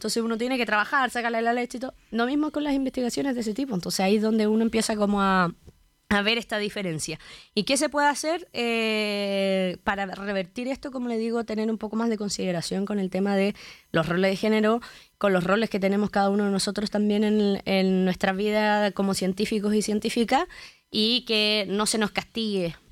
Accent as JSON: {"language": "Spanish", "town": "Osorno", "region": "Los Lagos", "country": "Chile", "tie": "born or raised there", "moved": "yes", "said": "Yo soy nacida y criada en Osorno, estoy acá también intermitentemente"}